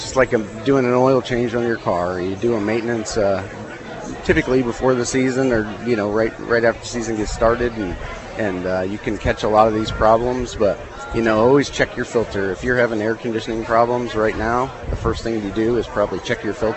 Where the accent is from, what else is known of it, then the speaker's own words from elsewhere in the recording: Manito, Illinois, United States; also born or lived in Morton; now in Mount Pulaski, United States; I was born and raised in Manitou.